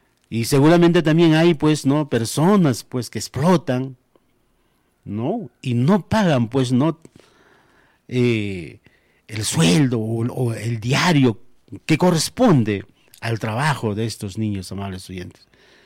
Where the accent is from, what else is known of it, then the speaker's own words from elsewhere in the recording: Peru; como peruanos, deberíamos de evitar la explotación de estos niños